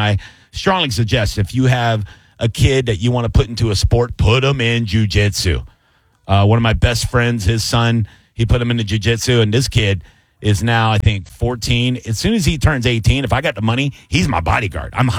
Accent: Seminole Heights, Florida, United States; I was always a big kid, a fat kid, obviously, but I was a little scrappy, growing up in Seminole Heights.

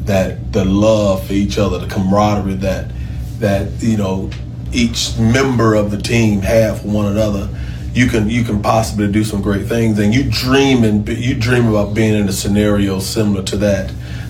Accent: Atlanta, Georgia, United States; growing up in Atlanta in our household

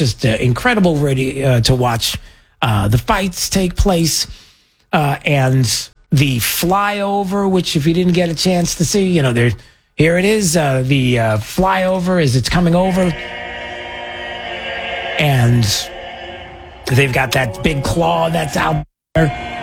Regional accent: United States; hey, I'm from America.

